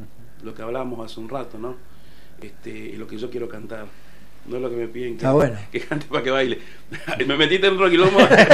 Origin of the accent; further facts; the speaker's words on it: Resistencia, Chaco, Argentina; moved away as an adult; now in La Plata, Argentina; Yo soy de Chaco, yo soy de Resistencia.